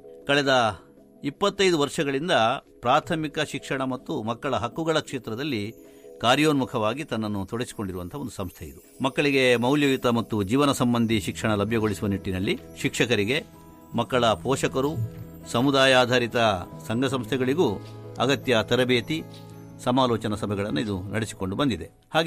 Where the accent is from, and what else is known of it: Mangalore, Karnataka, India